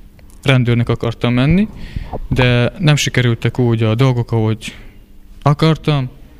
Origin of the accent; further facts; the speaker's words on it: Szikszó, Borsod-Abaúj-Zemplén, Hungary; Szikszóról jöttem, 18 éves leszek